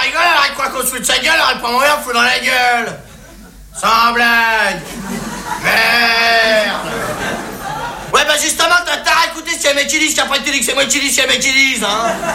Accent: France

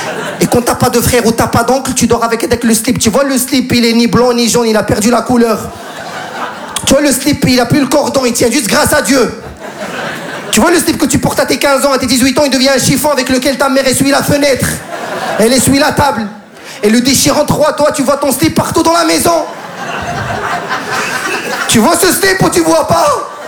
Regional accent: Morocco; now in Casablanca, Morocco; Moi, je suis marocain, j'habite à Casa

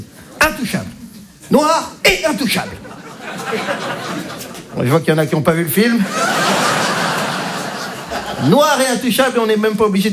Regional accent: Belgium; also born or lived in DR Congo; Donc, je suis belge, hein. Je représente donc la Belgique ce soir.

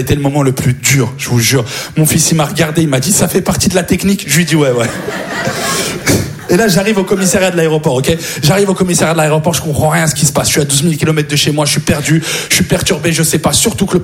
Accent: France; Et là, je raccroche, je lui dis, je suis français.

